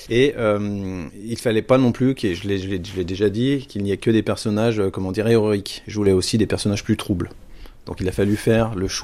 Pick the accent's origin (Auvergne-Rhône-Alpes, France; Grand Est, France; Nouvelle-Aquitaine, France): Auvergne-Rhône-Alpes, France; le Bugey puisque c'est ma région natale.